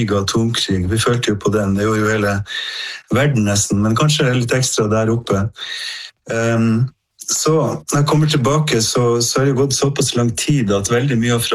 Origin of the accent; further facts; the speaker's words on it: Kirkenes, Finnmark, Norway; moved away; hele nabolaget der jeg vokste opp, Hessen, kaltes jo NATO. Og det var jo spesielt miljø, kan du si, der. Litt annerledes enn resten av Kirkenes. Og, sant, grensa var stengt, jernteppet var dratt ned, gruvsamfunn, litt sånn militarisert, mye overvåking.